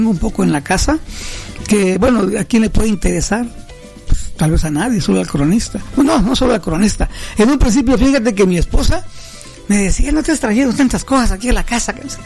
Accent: Tuxtla Gutiérrez, Chiapas, Mexico; yo me acuerdo que de chamaco aquí en Tuxtla y en Chiapa de Corzo, porque en Chiapa de Corzo vivía mi abuela paterna

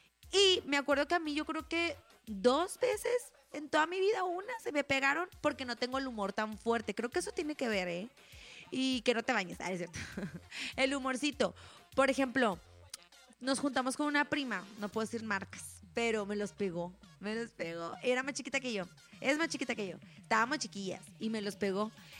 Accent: Monterrey, Nuevo León, Mexico; porque somos regios

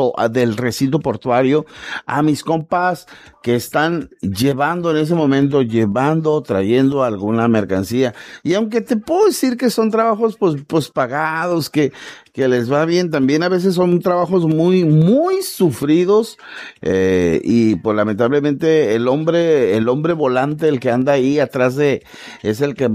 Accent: Manzanillo, Colima, Mexico; Y a mí me da mucho gusto presentar a gente de mi pueblo.

